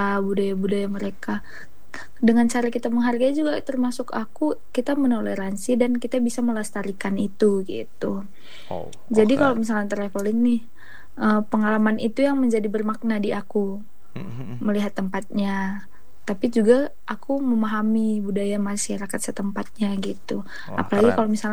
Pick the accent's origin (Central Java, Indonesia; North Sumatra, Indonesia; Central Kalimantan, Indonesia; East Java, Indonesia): North Sumatra, Indonesia; Medan; aku orang Medan, dengan tradisiku aja aku kayak sangat menghargai tradisiku.